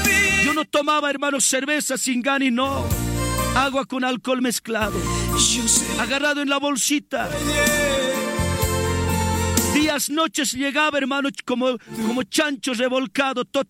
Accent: La Paz, Bolivia; he salido de la ciudad al campo. Hermano, de Viacha a mi pueblo es casi 1 hora más todavía a pie.

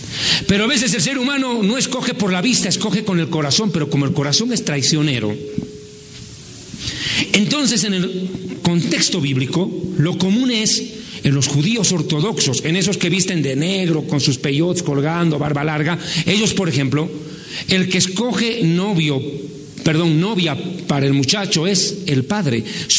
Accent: Bolivia; moved away; lo justo es que yo venga a Bolivia y me despida ante mis paisanos

